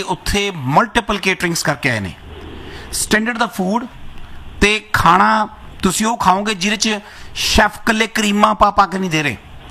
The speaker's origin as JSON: {"language": "Punjabi", "town": "Ludhiana", "region": "Punjab", "country": "India", "said": "ਅੱਛਾ, ਮੈਂ ਵੀ ਲੁਧਿਆਣੇ ਤੋਂ ਆਇਆ।"}